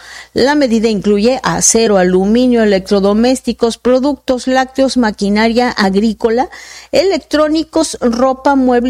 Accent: Mexico; nosotros como mexicanos

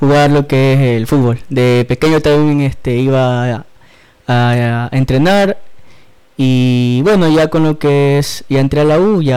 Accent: Ecuador; Yo soy ecuatoriano

